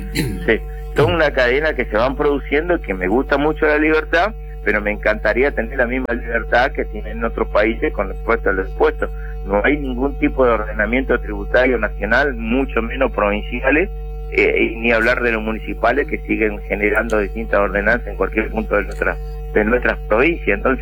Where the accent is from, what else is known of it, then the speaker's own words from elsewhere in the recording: Argentina; seguimos siendo argentinos.